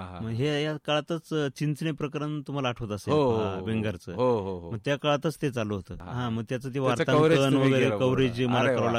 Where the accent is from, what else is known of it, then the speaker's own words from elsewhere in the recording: Agadgaon, Maharashtra, India; खरं तर माझं बालपण आगडगाव, माझं गाव आहे आगडगाव नगर तालुक्यामध्ये, नगरपासून साधारण 20 किलोमीटर आहे.